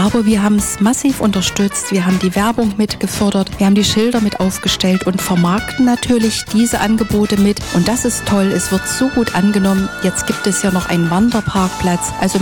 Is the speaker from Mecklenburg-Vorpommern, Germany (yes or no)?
no; Thuringia, Germany; als Thüringer